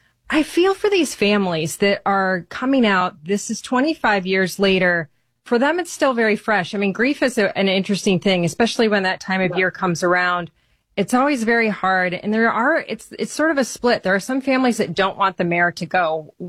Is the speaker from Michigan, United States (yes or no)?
yes; Michigan, United States; my home state is Michigan.